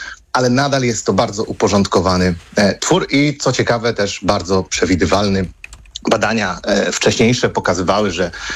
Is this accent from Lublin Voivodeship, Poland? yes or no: no; Lower Silesian Voivodeship, Poland; Ja tu przytaczam często przykład trochę z moich rodzinnych stron. Drogi do Karpacza w Sudetach